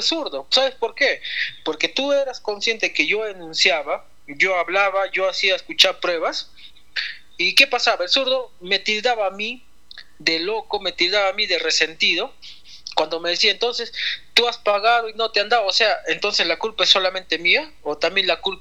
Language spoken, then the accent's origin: Spanish; Pangoa, Junín, Peru; moved away as an adult; now in Huancayo, Peru; Yo vivo acá en Huancayo, yo soy pangolino y me da lástima, me da pena, me da cólera no poder pisar mi pueblo en paz.